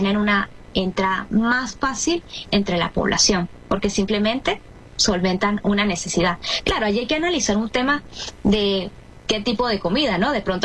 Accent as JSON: {"language": "Spanish", "country": "Venezuela", "said": "lo que somos como venezolanos"}